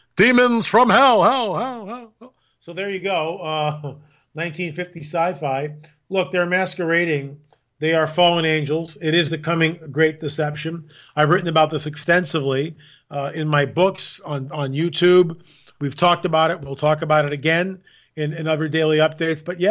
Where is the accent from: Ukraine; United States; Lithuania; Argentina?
United States; I'm American.